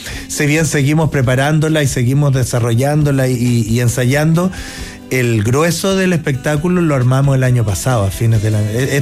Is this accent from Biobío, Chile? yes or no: no; Valdivia, Los Ríos, Chile; yo no vivo en Santiago, yo vivo en Valdivia.